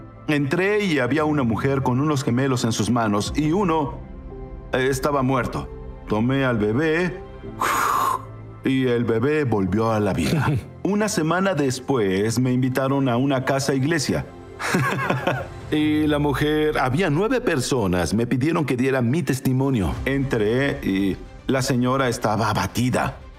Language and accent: Spanish; Canada; Yo soy de Canadá y es invierno.